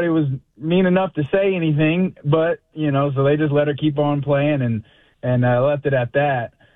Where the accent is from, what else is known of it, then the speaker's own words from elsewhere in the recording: Texas, United States; But while I was there, and I'm from Texas, and I was just watching a friend play